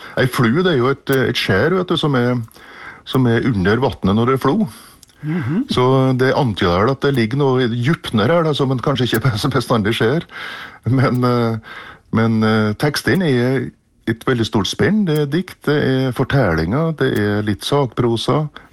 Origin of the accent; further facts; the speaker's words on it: Sunndalsøra, Møre og Romsdal, Norway; da jeg vokste opp på Sunndalsøra, som jo var I landbruksbygd, som da plutselig fikk slengt Europas største aluminiumsverk midt I fleisen, så å si.